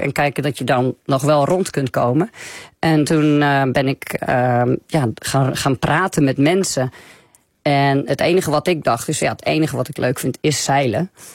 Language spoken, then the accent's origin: Dutch; Netherlands; Omdat ik als Nederlander vrij direct ben.